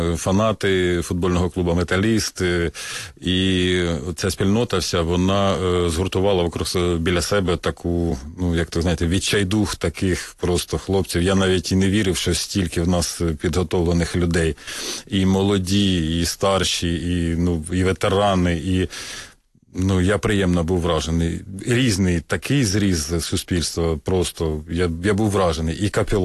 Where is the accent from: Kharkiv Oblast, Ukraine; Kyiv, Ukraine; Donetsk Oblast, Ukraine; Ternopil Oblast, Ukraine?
Kharkiv Oblast, Ukraine; Kharkiv; Я сам з Харкова, да.